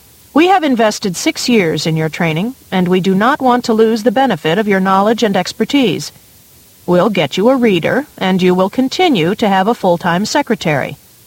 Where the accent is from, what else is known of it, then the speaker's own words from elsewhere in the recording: Mullins, South Carolina, United States; but would enter public school in my hometown of Mullins for my junior and senior years.